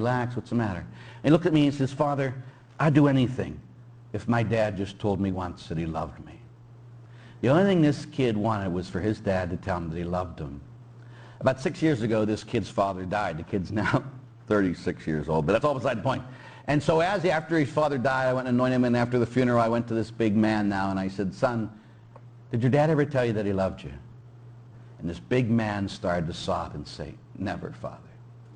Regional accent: Pittsburgh, Pennsylvania, United States; I'm from Pittsburgh, as everybody knows, and both my parents were cops.

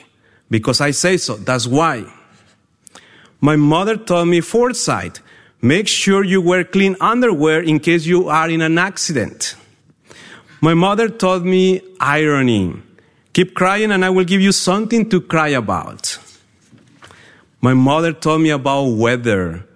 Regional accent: Mexico; moved away; because I'm from Mexico

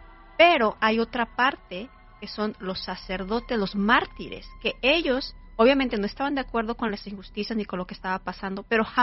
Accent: Jalisco, Mexico; moved away; yo que crecí por ahí, por los Altos de Jalisco

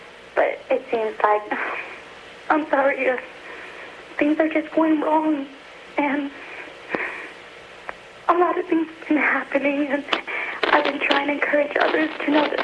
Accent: Fresno, California, United States; I'm from Fresno.

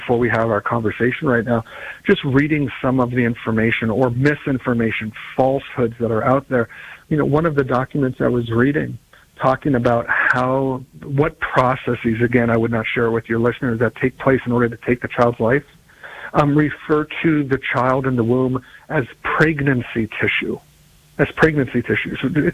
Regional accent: Virginia, United States; I think, unfortunately, and in my home state of Virginia, we see this coming November a ballot initiative

